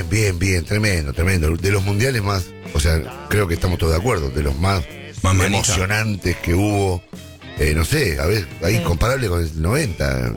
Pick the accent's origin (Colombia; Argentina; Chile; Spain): Argentina; nosotros como argentinos